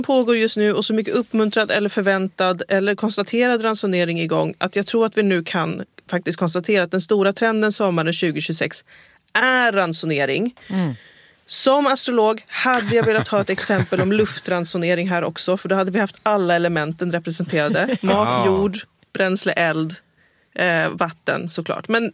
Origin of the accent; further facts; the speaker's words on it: Skåne, Sweden; Ständigt får vi skåningar höra hur bra danskarna är på att spara vatten.